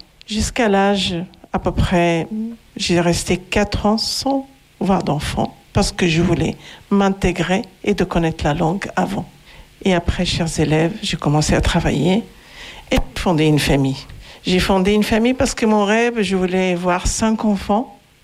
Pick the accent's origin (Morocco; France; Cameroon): Morocco; also born or lived in Spain; je suis née au Maroc. Mes origines, je suis marocaine. J'ai grandi une partie de ma vie dans l'Espagne, à peu près l'âge de 10 ans. Après, je suis rentrée au Maroc parce que j'ai perdu ma mère très jeune. J'ai vécu au Maroc 6 ans.